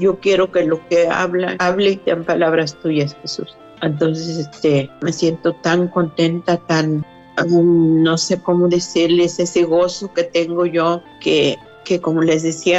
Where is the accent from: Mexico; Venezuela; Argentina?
Mexico; moved away; Es un cuadro grandote, y cuando nos vinimos de México ya no cabía en la camioneta.